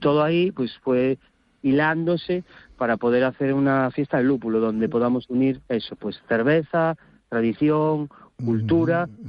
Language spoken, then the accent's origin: Spanish; A Coruña, Galicia, Spain; moved away as an adult; now in Betanzos, Spain; yo soy de Coruña, pero yo llevo ya aquí 15 años viviendo